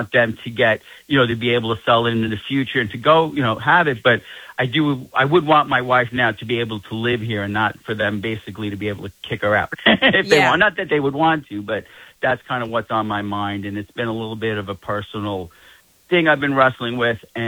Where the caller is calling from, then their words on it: New York City, New York, United States; I'm calling from Queens, Corona, Queens.